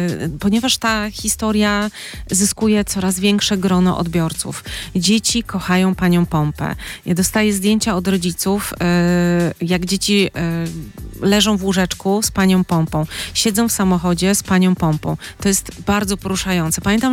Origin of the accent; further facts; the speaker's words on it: Szczecin, West Pomeranian Voivodeship, Poland; ja się urodziłam